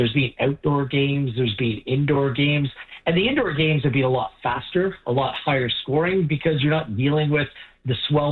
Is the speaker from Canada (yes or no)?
yes; Canada; Well, just being a Canadian